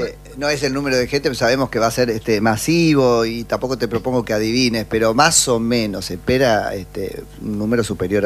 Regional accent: San Andrés de Giles, Buenos Aires Province, Argentina; Yo soy de San Andrés de Giles, te cuento, Luca.

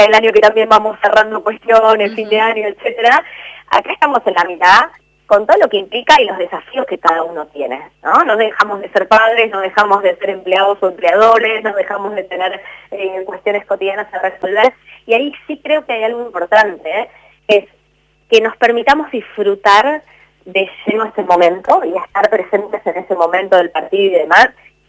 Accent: Argentina; Y además, como argentinos, hay algo de lo colectivo que se pone en juego, ¿no?

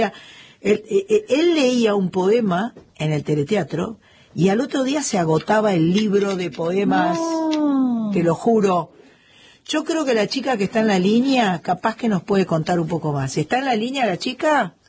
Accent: Buenos Aires, Argentina; Yo soy porteño

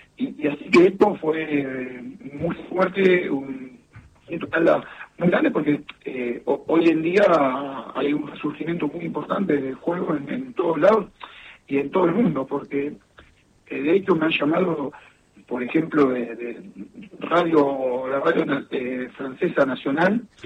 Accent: Argentina; somos muy, muy argentinos

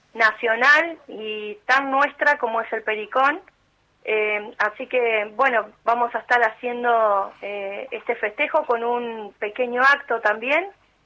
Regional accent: Argentina; now in Viedma, Argentina

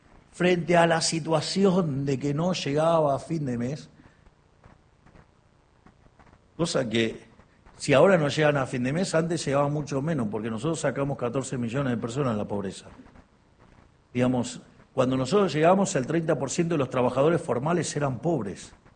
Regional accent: Argentina; nosotros que somos tan argentinos, la argentinidad del palo y todas esas cosas

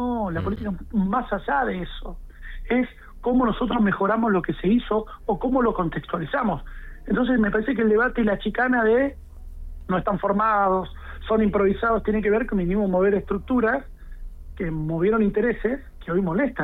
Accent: Pico Truncado, Santa Cruz, Argentina; yo soy de Pico Truncado

